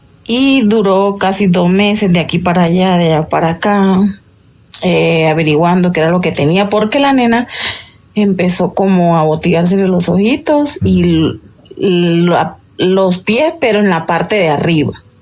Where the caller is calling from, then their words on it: Medellín, Antioquia, Colombia; de aquí, desde Medellín.